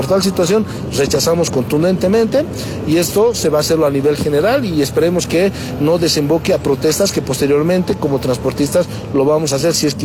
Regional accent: Ventilla, La Paz, Bolivia; El suscrito es campesino, yo soy de Palca, Ventilla, mis papás son productores.

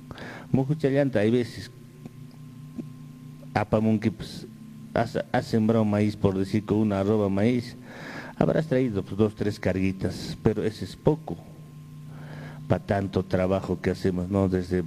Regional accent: Apurímac, Peru; por mi tierra, Aymaraes, Apurímac

